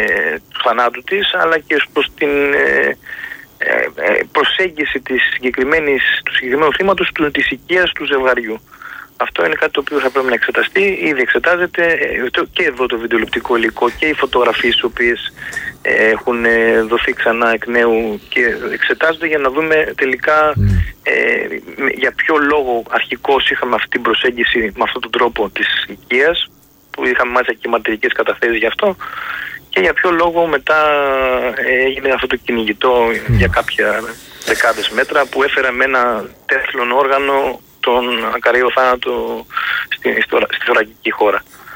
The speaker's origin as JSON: {"language": "Greek", "country": "Greece"}